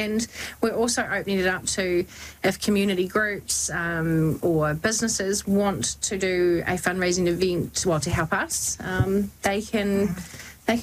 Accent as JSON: {"language": "English", "country": "New Zealand", "said": "You know, being a New Zealander, you are ethnic."}